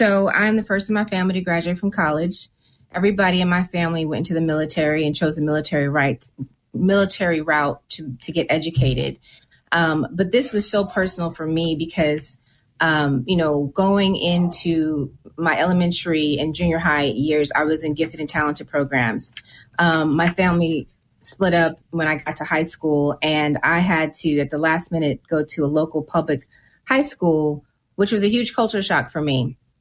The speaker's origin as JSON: {"language": "English", "region": "California", "country": "United States", "tie": "born or raised there", "said": "I grew up in California"}